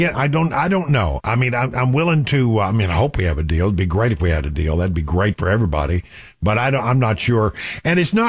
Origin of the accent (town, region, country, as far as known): Odessa, Texas, United States; born or raised there; moved away